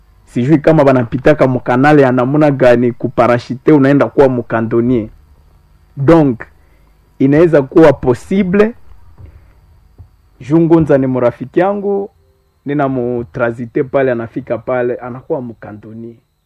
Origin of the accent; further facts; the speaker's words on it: North Kivu, DR Congo; mimi nimezaliwa Bashu, nimesomea Bashu.